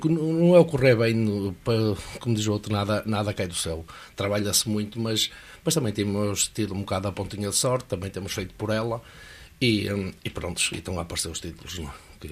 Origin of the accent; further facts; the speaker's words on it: Remelhe, Braga, Portugal; claro que sou natural de Remelho, mas gosto mesmo imenso